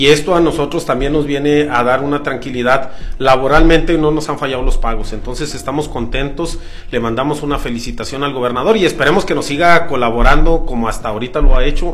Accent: Tlahualilo, Durango, Mexico; also born or lived in Gómez Palacio; now in Durango, Mexico; yo soy originario de Tlahualilo

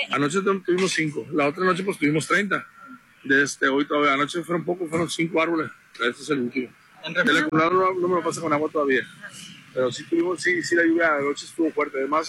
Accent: Guasave, Sinaloa, Mexico; somos de Guasave, sabemos todos perfectamente que esa zona con una lluvia el sistema bombeo antiguo no sirve

